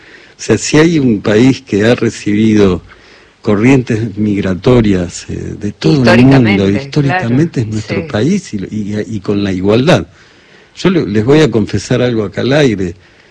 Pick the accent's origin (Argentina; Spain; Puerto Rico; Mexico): Argentina; Y bueno, y es una campaña que nosotros como argentinos tenemos que... De ninguna manera es así.